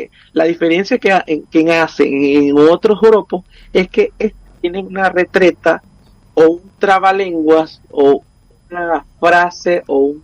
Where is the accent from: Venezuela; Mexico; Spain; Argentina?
Venezuela; Maturín, Monagas; born there; en Maturín, que mi tierra.